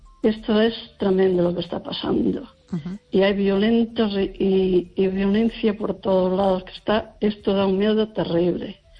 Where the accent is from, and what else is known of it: Lugo, Galicia, Spain